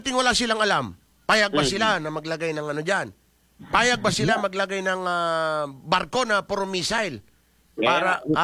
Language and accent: Tagalog; Puerto Princesa, Mimaropa, Philippines; hindi naman ako taga-Bahili, 'di ba? Taga Puerto ko dito sa Santa Monica.